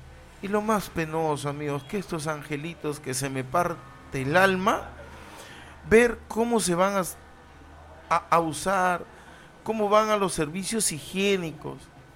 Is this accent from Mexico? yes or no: no; Lambayeque, Peru; Yo he trabajado y sigo trabajando aquí en mi región Lambayeque